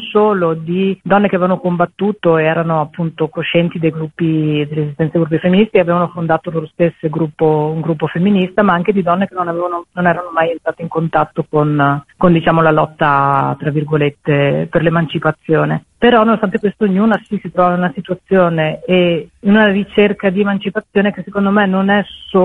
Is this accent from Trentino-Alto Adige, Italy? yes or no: yes; Borgo Valsugana, Trentino-Alto Adige, Italy; born or raised there